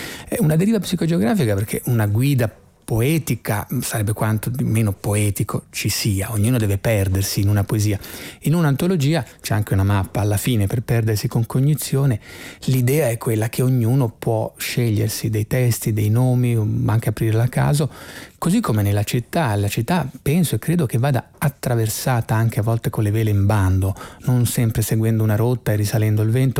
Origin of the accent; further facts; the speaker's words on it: Milan, Lombardy, Italy; Io sono nato e cresciuto a Cutiotto